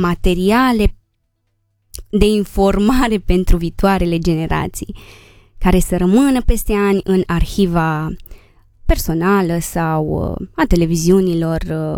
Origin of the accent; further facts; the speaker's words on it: Rohia, Maramureș County, Romania; mănăstirii Sfânta Ana Rohia, satul meu natal